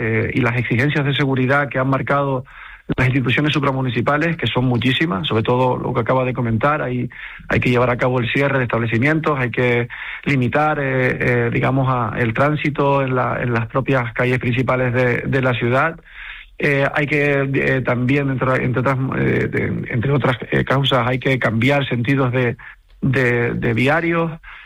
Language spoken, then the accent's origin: Spanish; San Cristóbal de La Laguna, Canary Islands, Spain; me siento orgulloso como lagunero, me siento orgulloso como canario